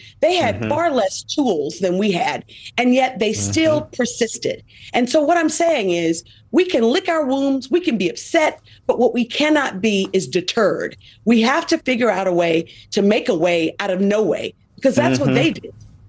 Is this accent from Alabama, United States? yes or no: yes; Selma, Alabama, United States; I represent Alabama's civil rights district, historic cities of Birmingham, Tuscaloosa, my hometown of Selma.